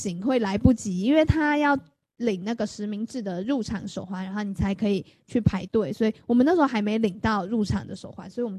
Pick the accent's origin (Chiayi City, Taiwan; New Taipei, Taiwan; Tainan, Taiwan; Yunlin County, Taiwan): New Taipei, Taiwan; Tamsui; 我家的话是住在淡水，我的家乡嘛，就是我平常上课是住在学校附近啦，但是我的家是在淡水。